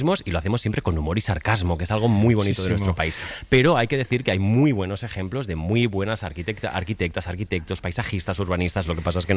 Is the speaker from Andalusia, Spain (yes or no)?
no; Catalonia, Spain; Porque yo soy catalán, entonces los catalanes que nacimos a finales de los 90 nos metieron con calzador lo de que Antoni Gaudí era referente internacional